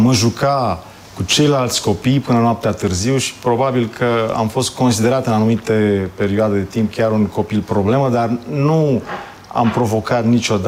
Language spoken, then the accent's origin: Romanian; Bucharest, Romania; Născut și crescut în București, copil de asfalt 100%, prima parte a copilăriei în Rahova, a doua parte a copilăriei, adolescența, în celebrul cartier Sălăjan. Deci mă consider un bucureștean jet